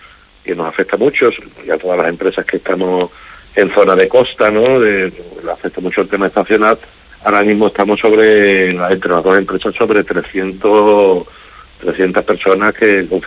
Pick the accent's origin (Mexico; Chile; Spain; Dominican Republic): Spain; Huelva, Andalusia; nosotros la sede la tenemos en Isla Chica, mi barrio, yo soy de Isla Chica, de la Plaza de Houston